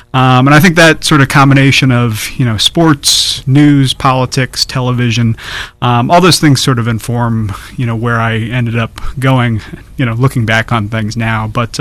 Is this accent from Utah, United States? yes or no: no; Sarasota, Florida, United States; also born or lived in Stowe, Vermont; now in San Bernardino, United States; I was born in Stowe, Vermont, which is a small ski town in Vermont, but I moved from there to Florida when I was five, so most of my childhood was spent in Florida in a city called Sarasota, a little south of Tampa.